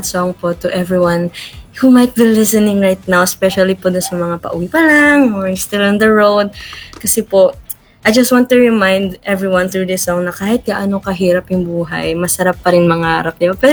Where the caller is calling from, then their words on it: Cavite, Calabarzon, Philippines; at ako po ay taga-Cavite.